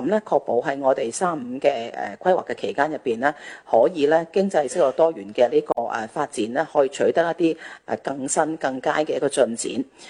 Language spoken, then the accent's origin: Cantonese; Macau; 都会持续去吸引一些优质的企业和人才呢可以来到我们澳门那里落户。